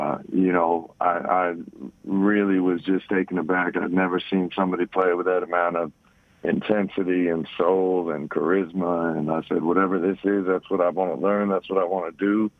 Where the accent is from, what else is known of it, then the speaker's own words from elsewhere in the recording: Orlando, Florida, United States; born there; moved away as an adult; now in Tampa, United States; I was born in Orlando. I moved to Tampa when I was about 23, I think.